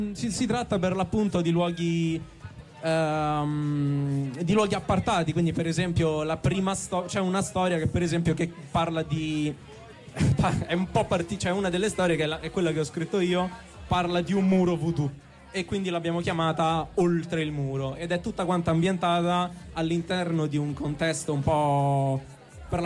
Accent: Lazio, Italy; siamo per lo più di Roma e della provincia di Roma

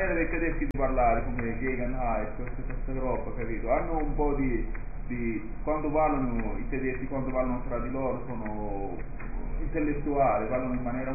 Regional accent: Morocco; Italian is a second language; moved away; also born or lived in Netherlands; Come marocchino, quindi qua capisco in dialetto siciliano

